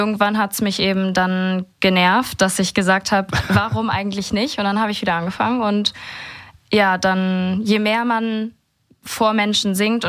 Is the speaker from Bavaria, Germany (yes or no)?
no; Flintbek, Schleswig-Holstein, Germany; now in Kiel, Germany; Also gebürtig, also ursprünglich aus Flintbek. Mhm. Und mittlerweile lebe ich in Kiel.